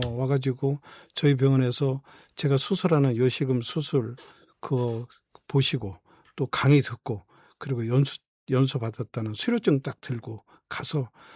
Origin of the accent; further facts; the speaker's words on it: South Korea; 저는 대한민국 사람이라는 게 너무 행복하더라고요.